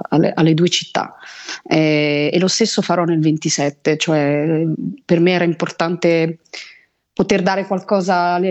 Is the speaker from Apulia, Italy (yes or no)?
no; Rome, Lazio, Italy; moved away as an adult; also born or lived in New York, United States; io mi ritengo profondamente italiana perché sono nata e cresciuta a Roma e ho studiato al Conservatorio di Santa Cecilia